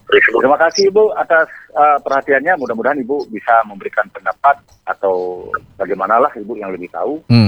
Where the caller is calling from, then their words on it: Aceh, Indonesia; saya juga salah seorang warga Aceh